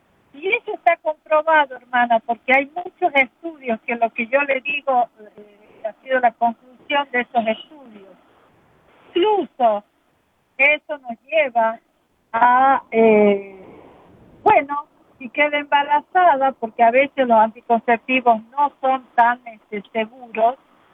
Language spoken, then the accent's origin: Spanish; Argentina